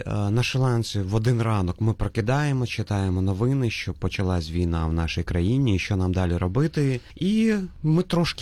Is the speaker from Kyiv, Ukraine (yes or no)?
yes; Kyiv, Ukraine; moved away as an adult; also born or lived in Perth, Australia; now in Melbourne, Australia; Я сам з Києва, народився в Києві.